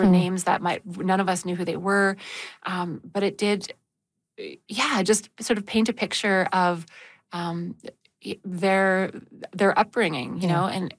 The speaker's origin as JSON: {"language": "English", "town": "Calgary", "region": "Alberta", "country": "Canada", "tie": "born or raised there", "said": "We grew up in Calgary and only went out to visit them in Windsor about once a year."}